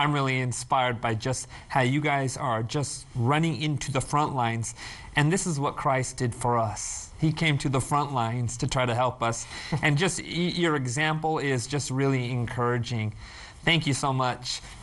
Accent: California, United States; I'm from California.

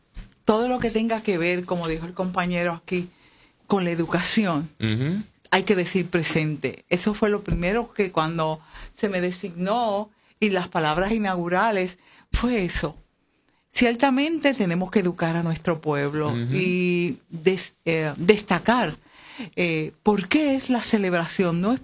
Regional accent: Puerto Rico; nosotros los puertorriqueños

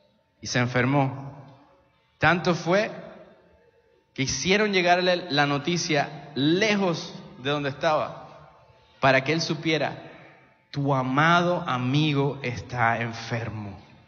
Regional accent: Puerto Rico; Mi esposa es de Venezuela, yo soy de Puerto Rico.

